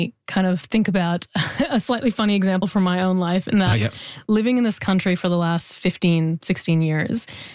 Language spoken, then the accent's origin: English; Canada; now in Melbourne, Australia; Like the size of the cockroaches in Australia are so terrifying to me as a Canadian. The first time I ever saw one in 2011, my first year living in Melbourne, I was so afraid.